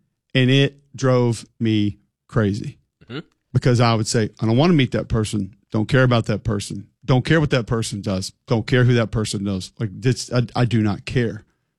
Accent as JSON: {"language": "English", "region": "Alabama", "country": "United States", "said": "We're in town from Alabama."}